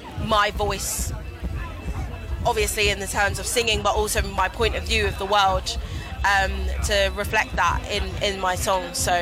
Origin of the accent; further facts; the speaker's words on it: Jamaica; I'm from Jamaica.